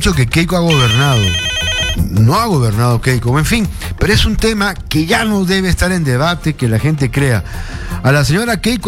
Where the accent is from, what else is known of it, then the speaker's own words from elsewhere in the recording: Peru; Y no es que seamos serranos, somos peruanos, somos una confluencia de diversas razas.